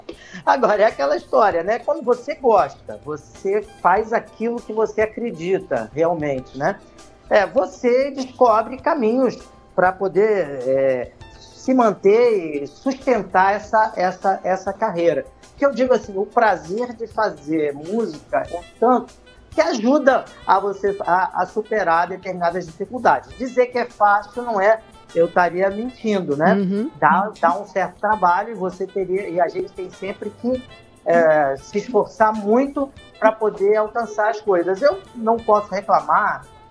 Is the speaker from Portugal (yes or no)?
no; Niterói, Rio de Janeiro, Brazil; eu sou de Niterói, né?